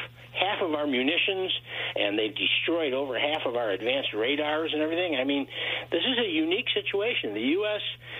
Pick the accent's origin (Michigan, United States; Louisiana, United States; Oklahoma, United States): Michigan, United States; now in Pittsburg, Kansas, United States; I'm also from the Great Lakes area. I'm in Kansas now, but I grew up in Michigan.